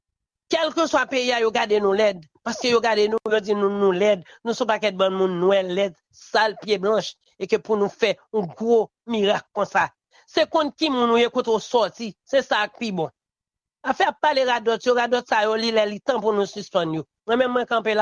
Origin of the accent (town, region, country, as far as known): Haiti